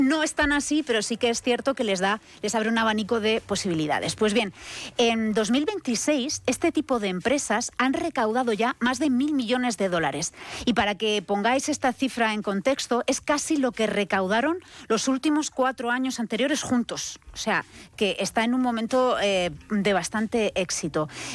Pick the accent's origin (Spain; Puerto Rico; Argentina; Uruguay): Spain; Region of Murcia; El majo murciano, entonces, graciosico, somos graciosico.